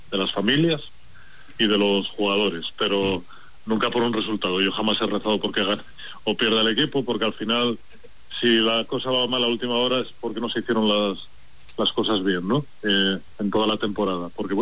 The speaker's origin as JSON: {"language": "Spanish", "town": "Lugo", "region": "Galicia", "country": "Spain", "tie": "born there", "moved": "yes", "lives_now": "Avilés, Spain", "said": "yo he nacido en Lugo. En la Milagrosa. Ajá. En el año 73, o sea, sí. Que eso porque mi familia es padres y abuelos todos gallegos"}